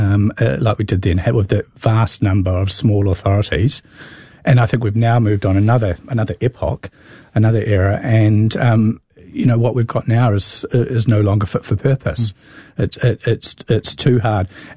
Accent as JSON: {"language": "English", "town": "Petone", "region": "Wellington", "country": "New Zealand", "tie": "born or raised there", "said": "growing up in Petone in the late 80s"}